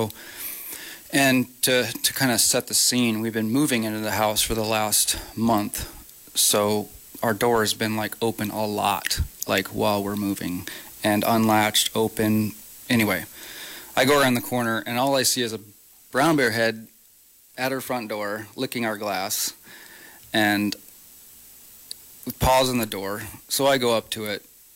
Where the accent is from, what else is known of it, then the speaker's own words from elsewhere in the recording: Kodiak, Alaska, United States; I grew up here in Kodiak and moved back with my family about 7 years ago.